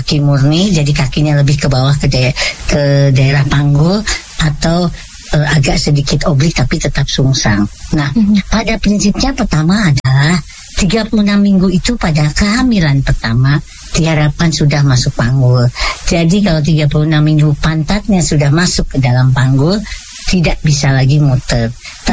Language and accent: Indonesian; Wonosobo, Central Java, Indonesia; born there; moved away; di Wonosobo, tempat kelahiran saya